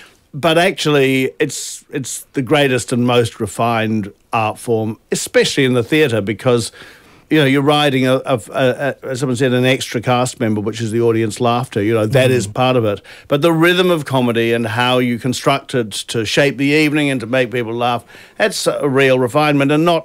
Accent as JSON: {"language": "English", "country": "New Zealand", "tie": "born or raised there", "said": "I grew up in New Zealand. … were absolutely seminal to my musical upbringing."}